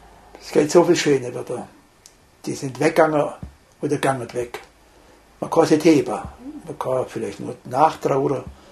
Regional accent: Swabia, Germany; accent: Swabian; Wieder ein Beispiel, dass mir im Schwäbischen eben richtig liege. Und unser Dialekt, das eigentliche Sprachgedächtnis ist.

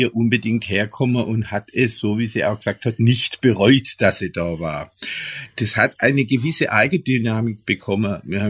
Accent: Baden-Württemberg, Germany; accent: Swabian

